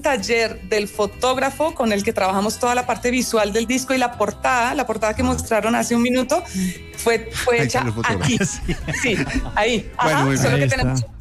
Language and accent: Spanish; Tolima, Colombia; Irlanda específicamente, me siento como una extranjera más, porque no, pues no crecí allá. Mis primeros recuerdos son ya montañas tolimenses, cafetales, matas de plátano.